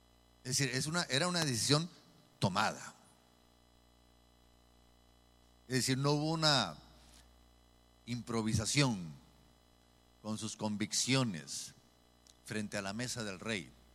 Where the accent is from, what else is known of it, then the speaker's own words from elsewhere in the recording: Monterrey, Nuevo León, Mexico; Y a nosotros, como regios